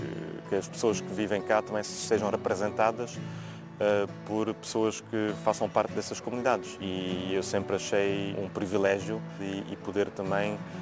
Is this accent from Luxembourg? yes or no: yes; Luxembourg; also born or lived in Lisbon, Portugal; Eu nasci aqui em Luxemburgo. Aprendi o português com os meus pais, porque a minha mãe também fala português.